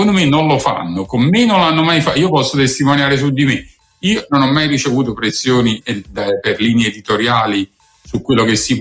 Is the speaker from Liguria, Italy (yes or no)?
no; Naples, Campania, Italy; come napoletani